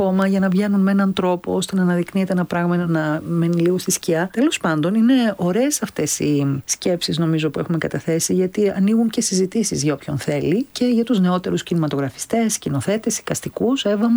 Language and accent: Greek; Greece; και είμαστε Έλληνες καλλιτέχνες επίσης